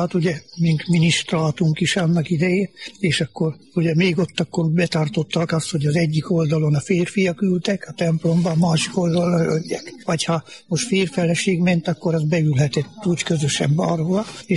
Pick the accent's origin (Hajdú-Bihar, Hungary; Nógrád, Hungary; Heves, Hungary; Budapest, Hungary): Nógrád, Hungary; Szécsény; now in Balassagyarmat, Hungary; Én meg Széchenybe születtem